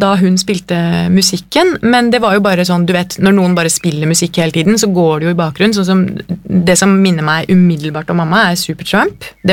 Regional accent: Lørenskog, Akershus, Norway; vi vokste opp, eller jeg da, på Lønnskog

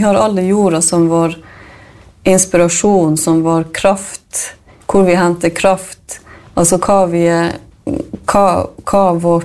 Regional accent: Sweden; jag är ju same. Jag är ju inte från Amerika, liksom, vad som sker.

